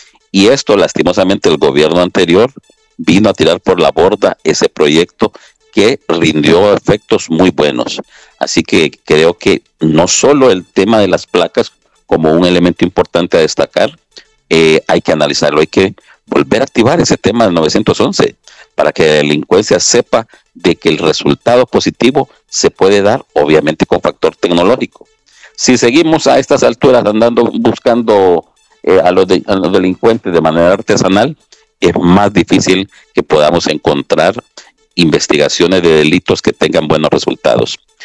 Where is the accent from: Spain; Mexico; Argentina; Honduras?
Honduras; nosotros los hondureños